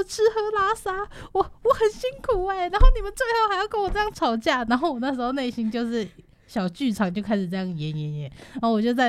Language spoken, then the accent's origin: Chinese; Taiwan; 我们是台湾人不用。